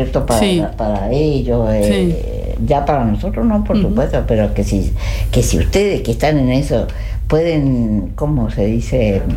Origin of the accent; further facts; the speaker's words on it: Chaco, Argentina; yo soy chaqueña.